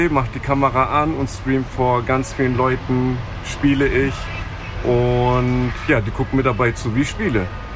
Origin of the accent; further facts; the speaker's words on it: Bremerhaven, Bremen, Germany; Also ich komme hier aus Bremerhaven auch her. Ich bin hier groß geworden auf dem Lande.